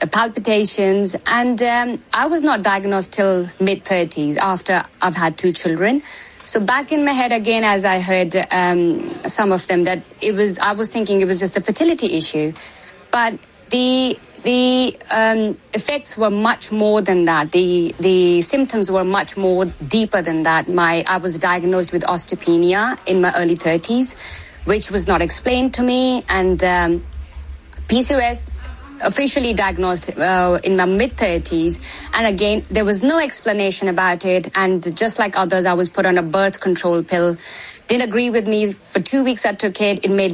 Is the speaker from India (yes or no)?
yes; India; English is a second language; So I was born and raised in India, and I'm 45.